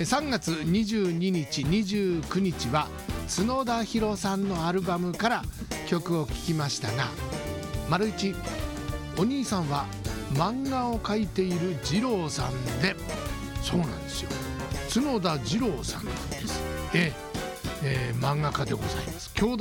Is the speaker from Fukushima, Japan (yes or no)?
yes; Fukushima, Japan; 私たち福島県人にとってはね、胸を張って言いたいところでございます。